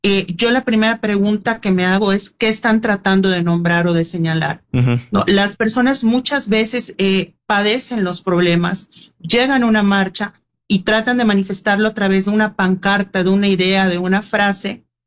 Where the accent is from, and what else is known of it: Mexico